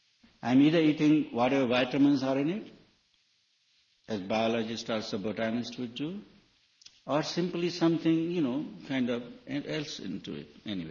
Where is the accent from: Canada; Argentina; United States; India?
India; it's not that I'm doing purely as Indian and Hindu, which certainly would be a background